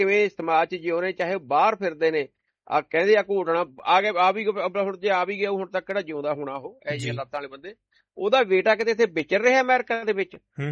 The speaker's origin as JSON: {"language": "Punjabi", "region": "Punjab", "country": "India", "said": "ਮੈਂ ਪੰਜਾਬੀ ਹਾਂ"}